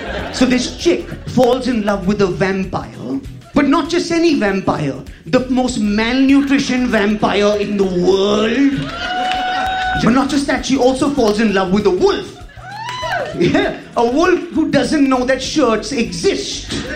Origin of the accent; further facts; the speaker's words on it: India; as an Indian, so I'm academic about it